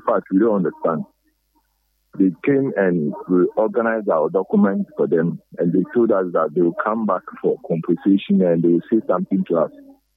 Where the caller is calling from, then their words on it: Ghana; I'm calling you from Kodoko, Madina area.